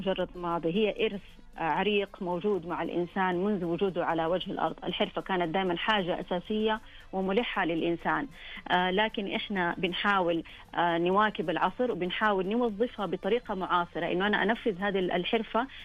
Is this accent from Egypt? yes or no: no; Saudi Arabia; أقدر أقول لك هوية بلادي المملكة العربية السعودية بكبر مساحتها وتعدد ما شاء الله المناطق اللي فيها.